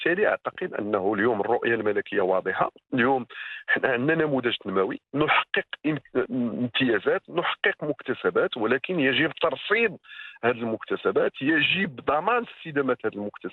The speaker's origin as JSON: {"language": "Arabic", "country": "Morocco"}